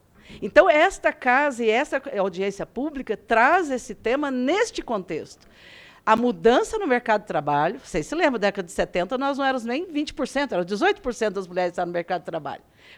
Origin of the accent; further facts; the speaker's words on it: Registro, São Paulo, Brazil; lá da minha cidade, sou de Registro, interior de São Paulo.